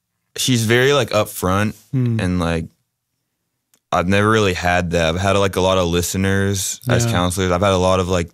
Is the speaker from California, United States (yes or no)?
no; West Virginia, United States; also born or lived in Winchester, Virginia; I'm from Winchester, Virginia. I grew up in West Virginia.